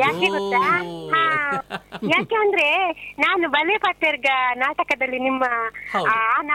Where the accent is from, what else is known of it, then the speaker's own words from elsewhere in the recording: Udupi, Karnataka, India; also born or lived in Karkala; ನಾನು ಉಡುಪಿಯಲ್ಲಿ ಓದಿದ್ದು ಸರ್, ಸೈಂಟ್ ಮೇರಿಸ್ ಅಲ್ಲಿ. ಹಾಗೆ ನಾನು ನನ್ನ ಮನೆ ಉಡುಪಿ ಸರ್, ನನ್ನ ಗಂಡನ ಮನೆ ಕಾರ್ಕಳ.